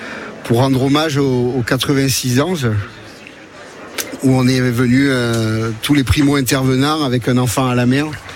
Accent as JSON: {"language": "French", "town": "Nice", "region": "Provence-Alpes-Côte d'Azur", "country": "France", "said": "Alors pour nous les Niçois, oui."}